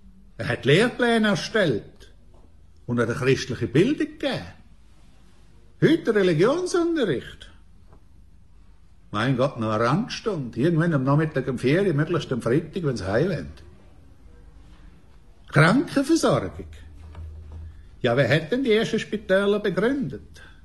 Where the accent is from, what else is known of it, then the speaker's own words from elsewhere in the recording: Switzerland; ich komme aus Altstetten.